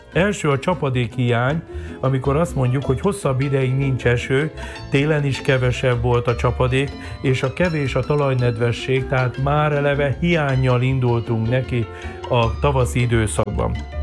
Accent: Földeák, Csongrád-Csanád, Hungary; born there; szülőfalumra, földákra gondolok

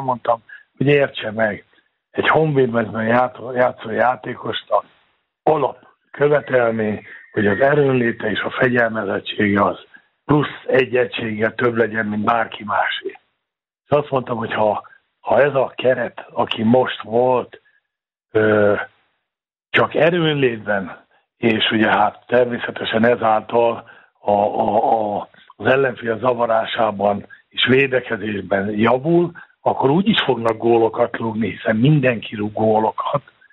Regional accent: Szabolcs-Szatmár-Bereg, Hungary; born there; én vidéki vagyok, Nyíregyháza mellett születtem

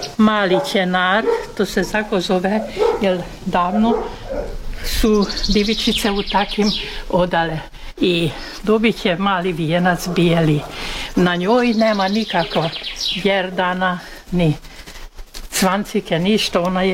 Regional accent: Szalánta, Baranya, Hungary; A ja sam iz Salante.

